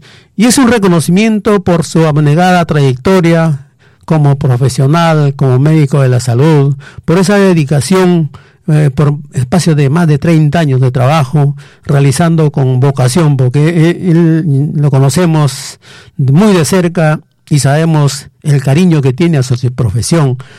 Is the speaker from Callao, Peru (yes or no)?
no; Tauca, Ancash, Peru; soy de Tauca